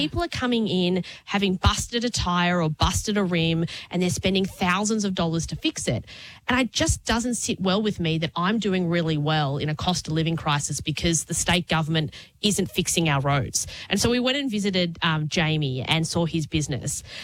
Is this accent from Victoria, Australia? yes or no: yes; Melbourne, Victoria, Australia; I was born in Victoria. I grew up in Melbourne, and I'm choosing to raise my family here.